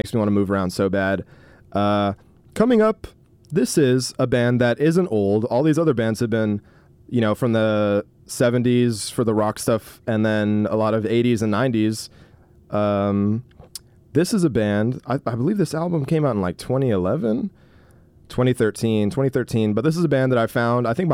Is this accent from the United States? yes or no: yes; Corpus Christi, Texas, United States; Corpus Christi, my hometown.